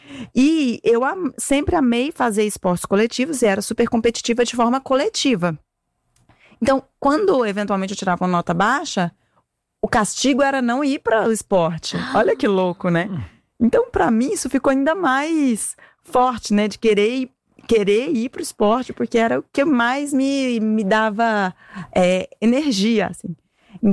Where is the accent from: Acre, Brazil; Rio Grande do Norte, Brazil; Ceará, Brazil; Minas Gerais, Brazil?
Ceará, Brazil; Fortaleza; moved away as an adult; eu nasci em Fortaleza, fui criada lá, e passei na faculdade no Rio de Janeiro para fazer administração na FGV.